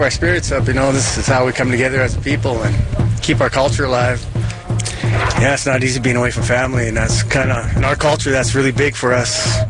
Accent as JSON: {"language": "English", "town": "Ronan", "region": "Montana", "country": "United States", "lives_now": "Montana prison", "said": "I'm from Flathead Reservation by Ronan. I'm here at the prison."}